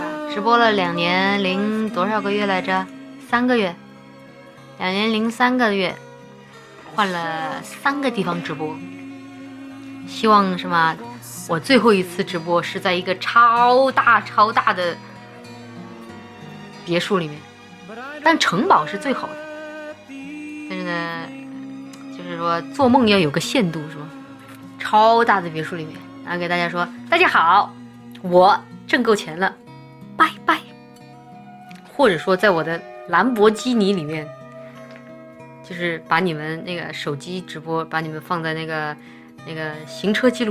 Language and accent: Chinese; Russia; now in Shanghai, China; 我们俄罗斯人就是身体素质过硬啊。